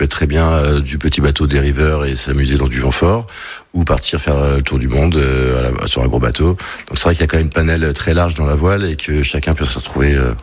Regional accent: Dijon, Bourgogne-Franche-Comté, France; now in Pornic, France; moi je suis de Dijon à la base.

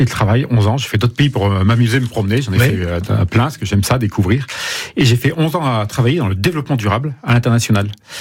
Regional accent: Clermont-Ferrand, Auvergne-Rhône-Alpes, France; moved away as an adult; also born or lived in Lyon / Grenoble; Je suis en Auvergnat, né à Clermont-Ferrand.

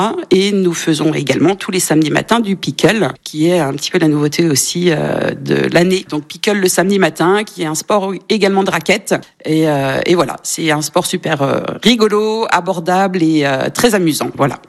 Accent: Grand Est, France; now in Châteauroux, France; Je viens des Vosges à l'origine et je suis arrivée du côté de l'Indre il y a une petite vingtaine d'années.

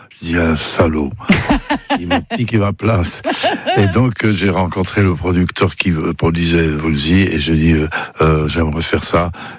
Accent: Nouvelle-Aquitaine, France; mais moi je suis du Lot-et-Garonne

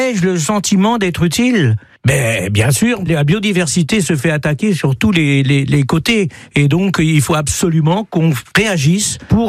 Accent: Le Mans, Pays de la Loire, France; born there; now in Parigné-le-Poulain, France; j'ai 71 ans, je suis né au Mans, j'ai habité le Mans, mais maintenant j'habite Parigné-le-Poulain.

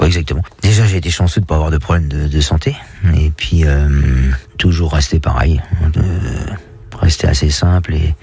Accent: Avranches, Normandy, France; C'était en plus chez moi, à Avranches.

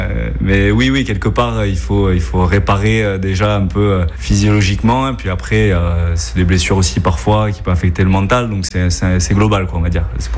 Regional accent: Toulouse, Occitanie, France; moved away as an adult; also born or lived in Madrid, Spain; J'ai fait mes études en Espagne, à Madrid, et donc du coup c'est là où j'ai fait un peu de rugby mais à 15. Je suis originaire de Toulouse, donc quand je suis revenu à Toulouse après

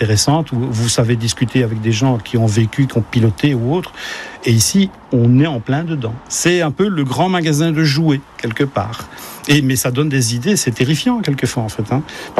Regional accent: Belgium; now in Montélimar, France; je suis belge d'origine

